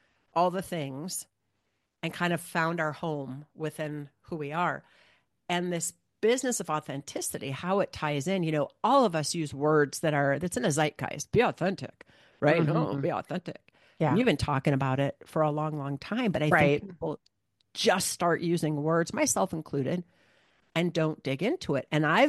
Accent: Midwest, United States; born there; also born or lived in Ohio; I grew up in Michigan and Ohio.

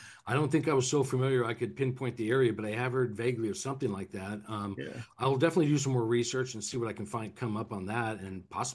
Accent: California, United States; And I'm from California, and I've lived in all these states myself

